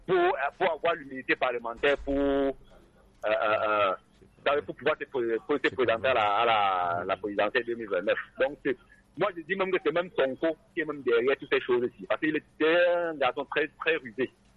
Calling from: Mokolo, Far North, Cameroon; je vous appelle de Mokolo.

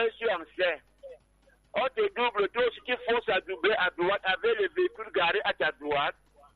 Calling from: Cameroon; je suis Camerounais d'abord, Africain, avant d'être mondialiste.

